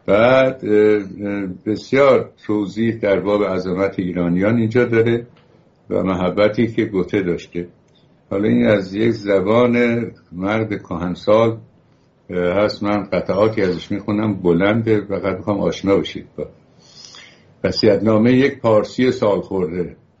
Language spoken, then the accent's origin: Persian; Iran; moved away; also born or lived in Los Angeles; ما ایرانی هستیم، جای دیگری نداریم برویم.